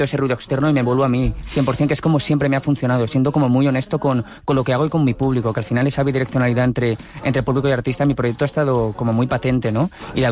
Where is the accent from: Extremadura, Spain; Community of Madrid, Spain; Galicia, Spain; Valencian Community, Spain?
Valencian Community, Spain; Bueno, estoy intentando aprender a hacer paella ya, como buen valenciano, porque como